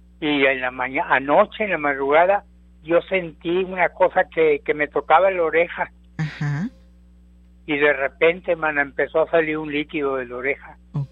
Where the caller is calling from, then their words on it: Sullivan City, Texas, United States; De Sullivan City.